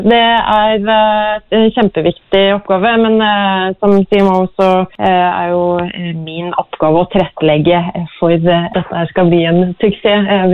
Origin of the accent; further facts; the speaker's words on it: Kragerø, Telemark, Norway; Så jeg kommer jo fra Kragerø som sommerby, men det da ingenting som slår sommer I Tinn heller. Så Tinn vil jeg kalle hjem.